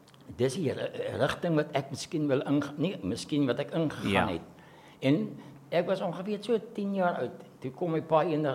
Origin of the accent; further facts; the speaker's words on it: Despatch, Eastern Cape, South Africa; Ek was 'n klipgooier, ek het Dispatch groot geword. Ek is getoe daar, gebore daar.